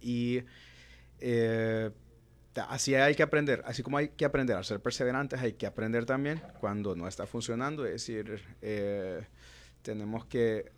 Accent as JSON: {"language": "Spanish", "town": "Tegucigalpa", "region": "Francisco Morazán", "country": "Honduras", "tie": "born there", "also_born_or_lived": "Santa Cruz de Yojoa", "moved": "yes", "said": "Soy capitalino, nací en Barrio La Olla, ahora trabajo en La Cacerola, pero nací en Barrio La Olla. Pero he vivido en diferentes lados, he vivido en el campo, en Santa Cruz de Yojoa."}